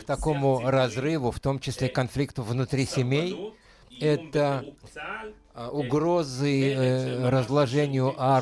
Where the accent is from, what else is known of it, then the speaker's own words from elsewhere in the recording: Haifa, Haifa District, Israel; Я рос в Хайфе на Адаре, там очень много русскоговорящих людей.